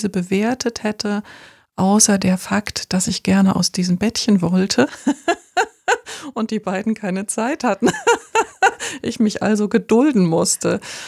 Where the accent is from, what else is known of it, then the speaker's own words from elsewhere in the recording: Thuringia, Germany; ich bin in Thüringen aufgewachsen, in so einem klitzekleinen Dorf, auf einem Bauernhof.